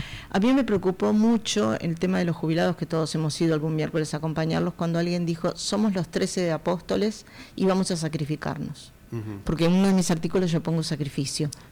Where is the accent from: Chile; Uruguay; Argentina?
Uruguay; te lo digo como uruguaya.